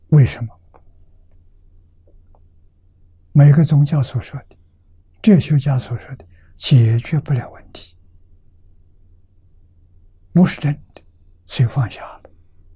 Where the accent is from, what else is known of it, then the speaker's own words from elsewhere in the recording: China; 我们中国人常讲的“读书千遍，其义自见”。